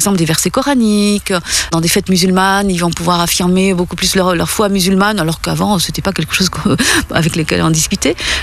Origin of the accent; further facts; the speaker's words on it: France; born there; Je suis née en France. Mes parents sont arrivés pendant la guerre d'Algérie.